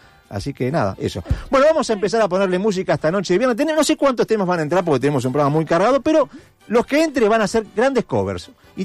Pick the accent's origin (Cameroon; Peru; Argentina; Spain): Argentina; Buenos Aires; Yo sigo con mi porteñidad, pero está bien.